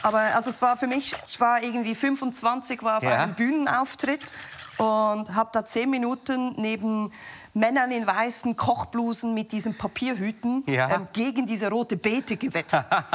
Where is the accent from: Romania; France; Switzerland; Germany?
Switzerland; born or raised there